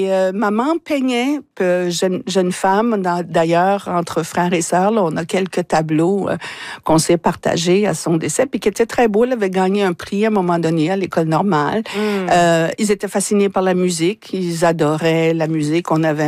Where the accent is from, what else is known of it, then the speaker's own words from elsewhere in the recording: Moncton, New Brunswick, Canada; Ça fait que nous, on a grandi à Moncton